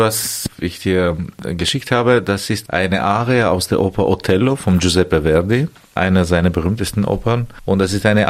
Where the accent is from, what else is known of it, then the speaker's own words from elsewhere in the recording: Armenia; German is a second language; moved away as an adult; now in Dresden, Germany; ein Mensch, der hier hin und her läuft, was macht. Ich bin auch Armenier, ich bin Vertreter meines Landes.